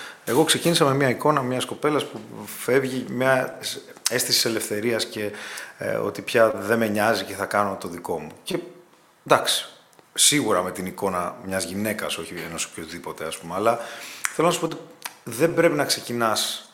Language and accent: Greek; Western Greece, Greece; είμαι και σκορπιός και είμαι από την Ηλία.